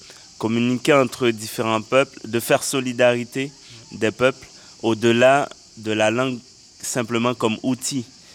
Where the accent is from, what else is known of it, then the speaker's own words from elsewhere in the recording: Port-au-Prince, Ouest, Haiti; le contexte où j'ai grandi en Haïti